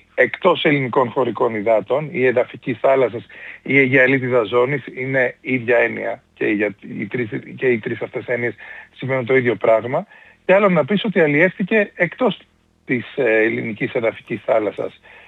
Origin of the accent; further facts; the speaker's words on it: Lefkada, Ionian Islands, Greece; και η Λευκάδα, επειδή είναι και το νησί μου